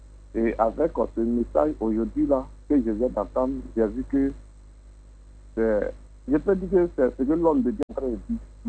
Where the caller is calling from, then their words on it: Abidjan, Côte d’Ivoire; je vous appelle d'Abidjan.